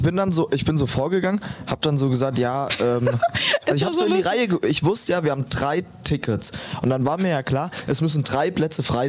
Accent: Germany; ich bin Deutscher, ich schaue Filme auf Deutsch.

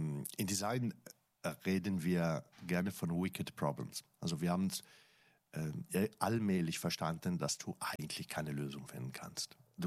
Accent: Italy; German is a second language; now in Germany; Als ich als Italiener irgendwann nach Deutschland kam, wollte ich gerne Generalist sein.

